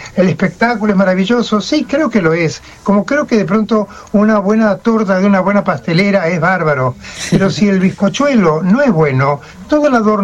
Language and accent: Spanish; Argentina; son cosas muy conmovedoras en vivirlas como argentino para mí.